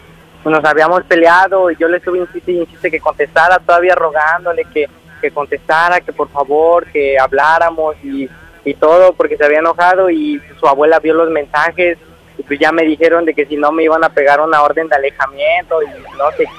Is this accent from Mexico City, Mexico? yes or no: no; Xalapa, Veracruz, Mexico; a pesar de cuenta de que yo soy de Jalapa, pero me vine para mi santa.